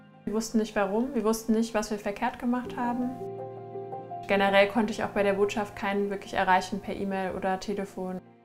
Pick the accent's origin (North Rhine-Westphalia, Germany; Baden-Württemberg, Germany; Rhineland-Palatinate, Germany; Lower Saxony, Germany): North Rhine-Westphalia, Germany; Aachen; Ich bin in Aachen aufgewachsen.